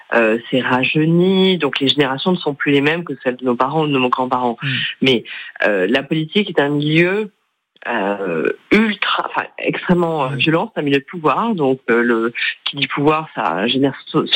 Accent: Calvi, Corsica, France; also born or lived in Bastia; je suis originaire, je suis corse.

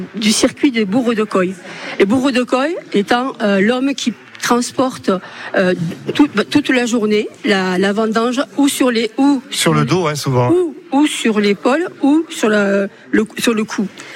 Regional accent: Banyuls-sur-Mer, Occitanie, France; dans nos gènes, nous sommes d'ici, nous sommes nés ici, nous avons.

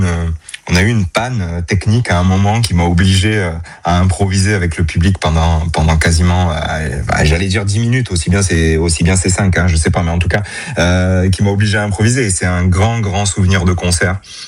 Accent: Occitanie, France; c'est ma région, parce que c'est là où j'ai grandi et que mon cœur est là

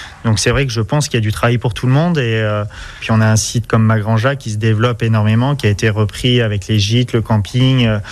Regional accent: Royère-de-Vassivière, Nouvelle-Aquitaine, France; Je suis originaire de Royères-de-Vassivière, donc du coup, voilà, c'est pour ça qu'aussi j'ai toujours voulu rester dans ma commune. Je suis quelqu'un du terroir

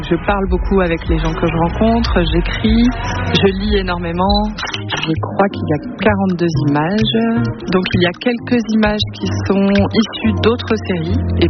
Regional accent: Orléans, Centre-Val de Loire, France; Je suis native d'Orléans, j'ai fait mes études là-bas jusqu'au bac.

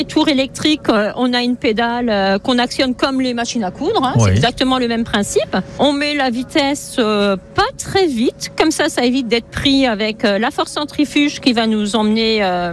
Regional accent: Saint-Avold, Grand Est, France; Je suis originaire du côté de Saint-Avold.

